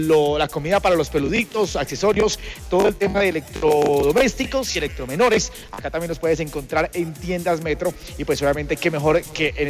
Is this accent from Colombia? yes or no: yes; Colombia; Porque como buenos colombianos, siempre queremos el encime o la ñapa.